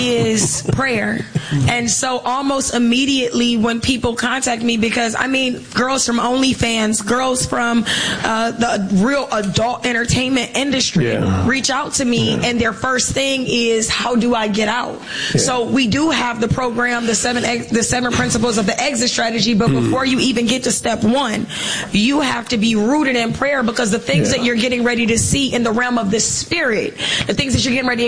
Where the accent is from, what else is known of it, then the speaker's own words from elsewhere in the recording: Detroit, Michigan, United States; And I'm from Detroit. I am from the east side of Detroit, and everywhere I go, when I tell people from Detroit, they have this like, oh, so you tough.